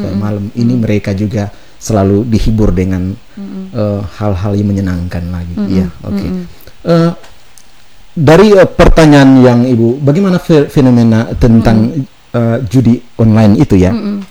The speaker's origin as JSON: {"language": "Indonesian", "town": "Ende", "region": "East Nusa Tenggara", "country": "Indonesia", "said": "Saya asli orang NTT ya."}